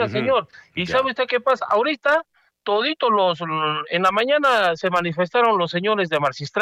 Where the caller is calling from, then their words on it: Arequipa, Peru; Yo que vivo en Bellapampa